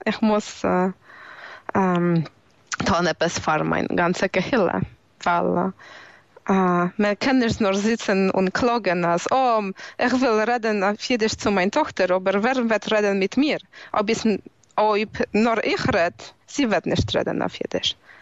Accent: Kielce, Świętokrzyskie Voivodeship, Poland; born there; Ich bin geboren in Kelz. Wo es ist ein treuriger Platz für jeden, man versteht das.

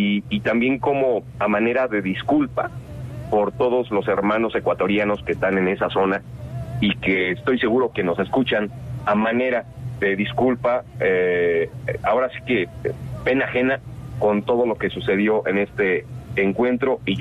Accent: Mexico; Nos falta mucho como mexicanos

